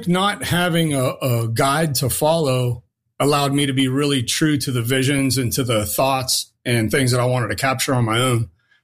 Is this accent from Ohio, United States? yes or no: yes; Warren, Ohio, United States; Growing up in Warren was definitely an experience. When I was first growing up and I was younger, the steel mills were really popular.